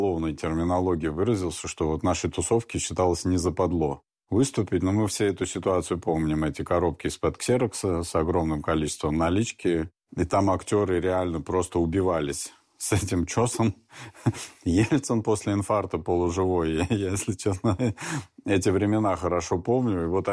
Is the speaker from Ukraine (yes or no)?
yes; Dnipropetrovsk Oblast, Ukraine; мы все из Днепропетровской области.